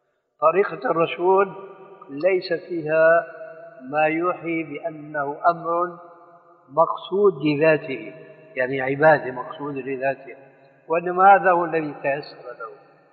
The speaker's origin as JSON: {"language": "Arabic", "country": "Syria", "said": "عندنا في سوريا"}